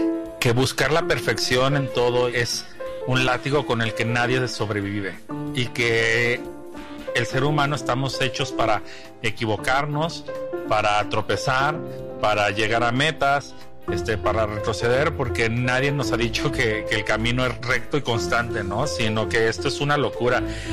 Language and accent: Spanish; Mexico; Me considero una persona positiva y echada para adelante como buen mexicano